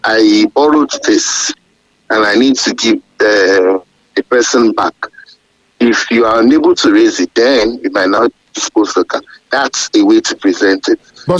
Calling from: Ibadan, Oyo, Nigeria; I'm calling you from Ibadan.

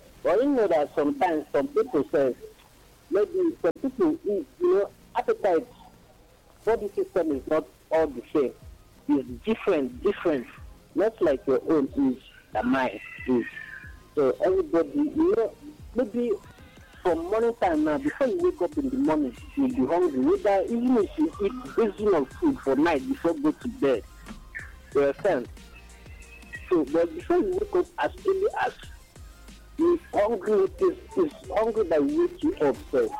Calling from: Enugu, Enugu State, Nigeria; calling from Enugu.

